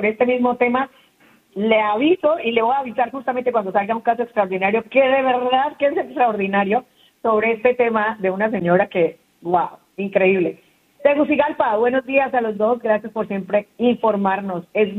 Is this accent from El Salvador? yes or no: yes; El Salvador; Soy de El Salvador.